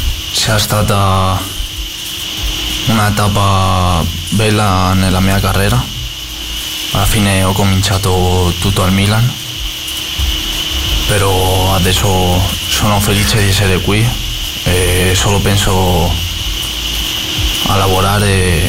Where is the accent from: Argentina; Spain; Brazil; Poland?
Spain; now in Italy; Sono troppo felice alla fine nel mio paese dove sono cresciuto